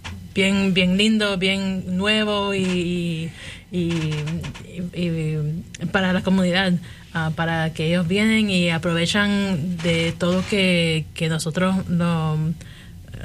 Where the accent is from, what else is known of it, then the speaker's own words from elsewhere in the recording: Miami, Florida, United States; accent: mixed; moved away as an adult; also born or lived in Chicago / Arizona; now in Madison, United States; Soy originalmente de Miami. Pero fui a la universidad en Chicago, trabajé en Arizona